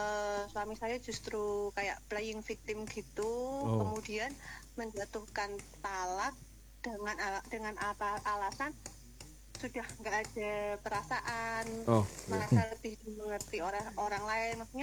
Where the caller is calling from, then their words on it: Boyolali, Central Java, Indonesia; Dari Boyolali.